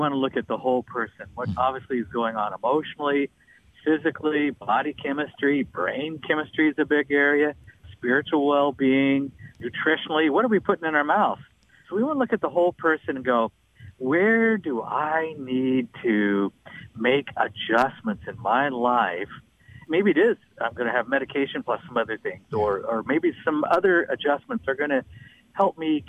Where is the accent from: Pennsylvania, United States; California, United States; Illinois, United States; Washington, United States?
Washington, United States; Seattle; Now, I'm from Seattle. There's a lot of caffeine out here.